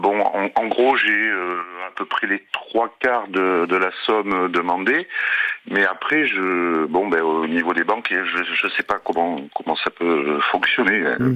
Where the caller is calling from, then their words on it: Arès, Nouvelle-Aquitaine, France; Alors j'appelle d'Arès, une petite commune en Gironde.